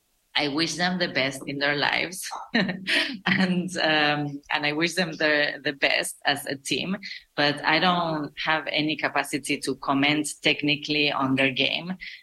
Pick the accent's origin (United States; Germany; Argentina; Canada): Argentina; moved away; I was from Argentina